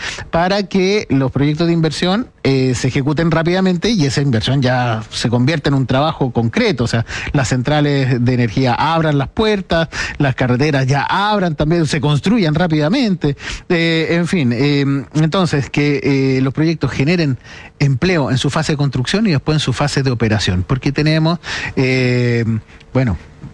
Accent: Chile

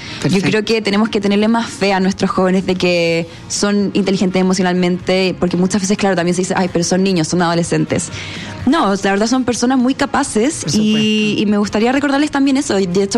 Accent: Viña del Mar, Valparaíso, Chile; moved away as an adult; now in Santiago, Chile; Yo soy de Viña, pero me vine acá a estudiar en la universidad hace varios años y ya estoy viviendo aquí.

